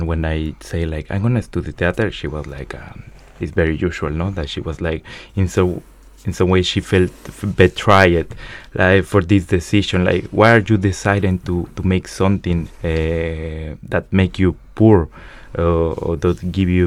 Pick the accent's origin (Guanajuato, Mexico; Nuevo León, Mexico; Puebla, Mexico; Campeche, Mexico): Campeche, Mexico; English is a second language; my hometown, Campeche, that is a state in the south of Mexico with a big story of colonization, of imperialism